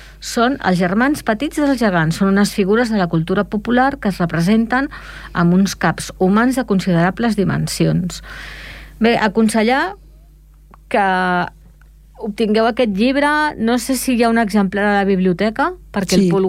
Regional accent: Esplugues de Llobregat, Catalonia, Spain; Soc de Can Clota

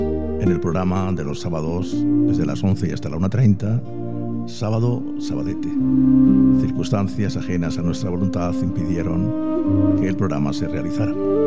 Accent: Spain; Yo me siento español y yo sí ondeo mi bandera dentro de mí

